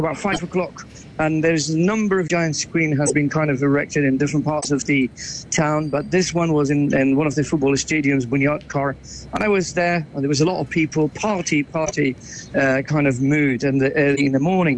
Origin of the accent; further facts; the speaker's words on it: London, United Kingdom; And that's the reason I'm here from London as well